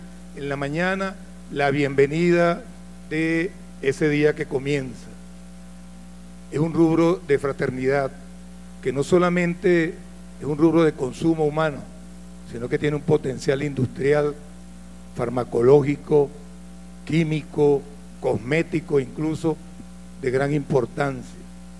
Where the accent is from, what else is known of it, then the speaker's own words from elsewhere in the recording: Venezuela; este café que nos identifica como venezolanos.